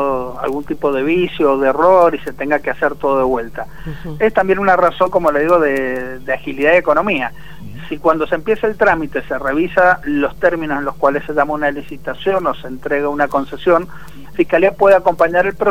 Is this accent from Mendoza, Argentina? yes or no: yes; Mendoza, Argentina; los dueños somos los mendocinos